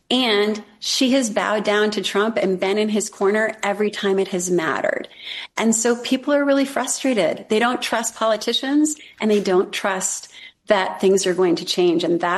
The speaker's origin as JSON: {"language": "English", "region": "Maine", "country": "United States", "tie": "born or raised there", "said": "I grew up in Maine since my whole life in CD2, in the rural part of the state. I'm a carpenter's daughter."}